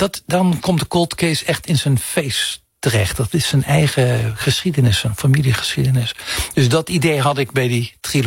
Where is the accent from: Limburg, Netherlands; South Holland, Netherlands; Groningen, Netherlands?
Limburg, Netherlands; moved away as an adult; also born or lived in Amsterdam / France; mijn verhouding met Limburg, waar ik geboren ben, en waar ik met 18 ben vertrokken met het idee van, ik kom hier echt nooit meer terug. En nu woon ik er.